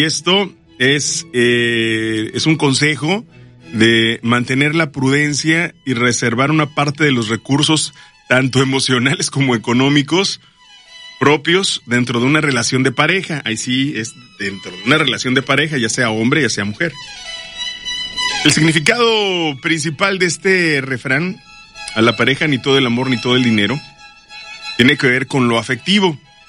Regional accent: Santiago de Ixmatlahuacán, Veracruz, Mexico; de Santiago de Ixmatlacuacán.

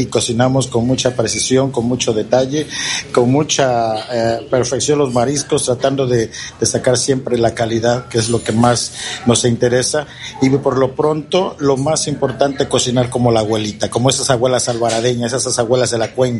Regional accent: Veracruz, Mexico; Y pues como buenos jarochos, el mondongazo del domingo.

